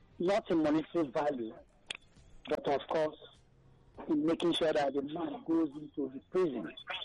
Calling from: Abuja, Federal Capital Territory, Nigeria; I'm calling from Abaoja.

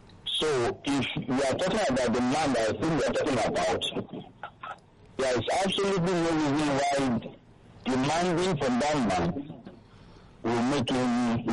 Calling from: Abuja, Federal Capital Territory, Nigeria; I'm calling from Abuja.

